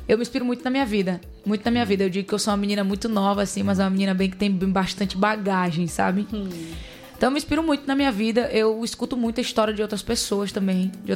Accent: Manaus, Amazonas, Brazil; moved away as an adult; also born or lived in Alenquer, Pará; now in Sergipe, Brazil; Então, eu sou de Manaus, Amazonas, né?

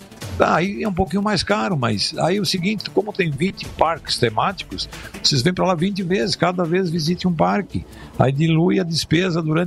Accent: Gramado, Rio Grande do Sul, Brazil; Mas eu gosto da minha terra e tenho o maior orgulho de Gramado.

